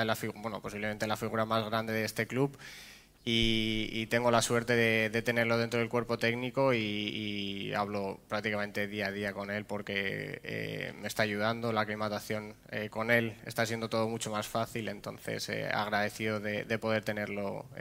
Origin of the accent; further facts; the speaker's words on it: Spain; Al final yo soy español, conozco toda la historia del Tenerife